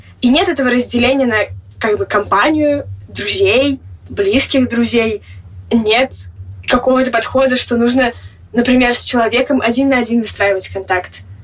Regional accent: Moscow, Russia; now in Zagreb, Croatia; мне 16 лет, я из Москвы и сейчас живу в Загребе. Это столица Хорватии, солнечной летней страны

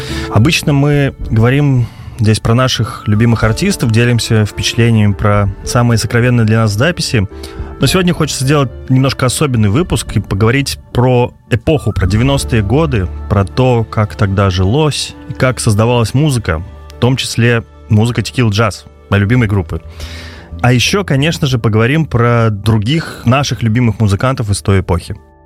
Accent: Kirov, Kirov Oblast, Russia; Концерт в моем родном городе Кирове в 97-м году.

